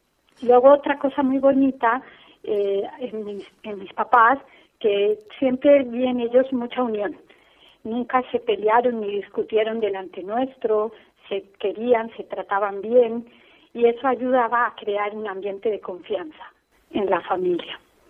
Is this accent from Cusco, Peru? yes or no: yes; Cusco, Peru; born there; tengo 28 años, nací en Perú, aunque mis papás son argentinos.